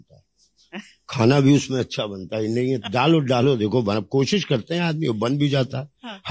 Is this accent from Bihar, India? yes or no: yes; Bihar, India; born there; हम बिहार में जन्मे तो यहाँ की मिट्टी, हवा, पानी। और मेरी एक आदत है, जो पैदा हुए हो वैसे ही मरना, ग्रो करना